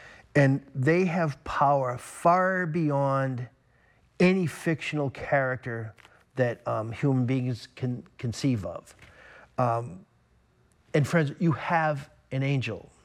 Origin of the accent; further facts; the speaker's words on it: Boston, Massachusetts, United States; And of course, I grew up in the Boston area.